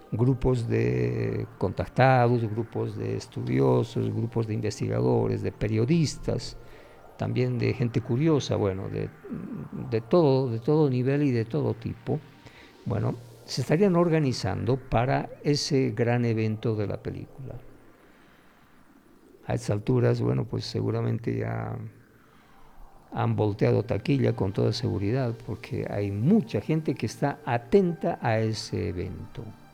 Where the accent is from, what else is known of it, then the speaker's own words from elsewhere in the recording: Bolivia; nosotros mismos, como bolivianos